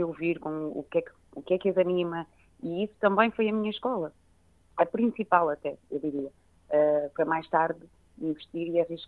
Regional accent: Esposende, Norte, Portugal; born or raised there; also born or lived in Barcelos

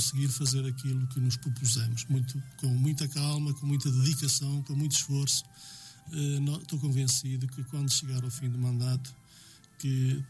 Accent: Norte, Portugal; born there; quando vim para Rio Mau era miúdo, tinha 8 anos, portanto, já lá vão muitos anos, e acho que considero-me sempre de Rio Mau.

